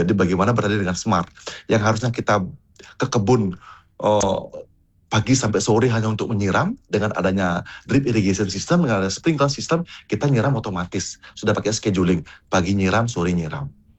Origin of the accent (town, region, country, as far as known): Bali, Indonesia